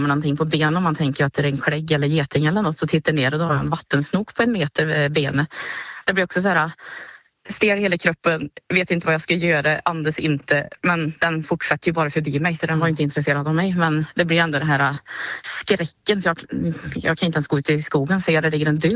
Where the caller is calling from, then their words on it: Årjäng, Värmland, Sweden; här hemma i Årjäng, eller mellan Årjäng och Töcksfors